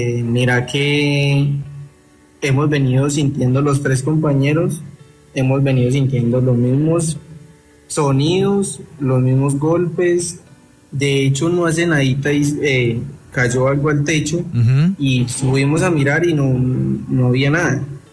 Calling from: Pereira, Risaralda, Colombia; Desde acá de Pereira.

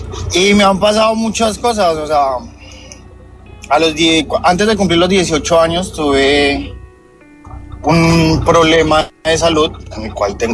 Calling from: Chicoral, Tolima, Colombia; lo estoy llamando en estos momentos en Chicoral, Tolima.

